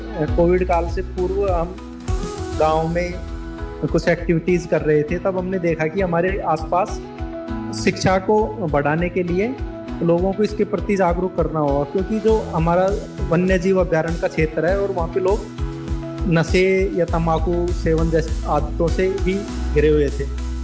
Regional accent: Purnala, Rajasthan, India; और मैं अलवर जिले के राजगढ़ तहसील के एक छोटे से गांव पूर्णला का रहने वाला हूं।

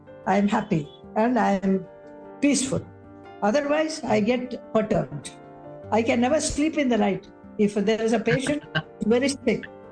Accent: India; I am an Indian.

